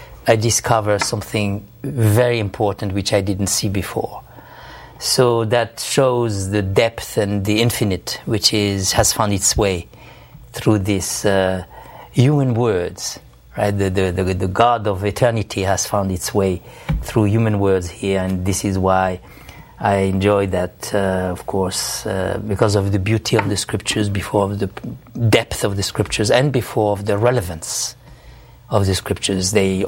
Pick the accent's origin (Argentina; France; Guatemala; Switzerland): France; now in United States; So I come from France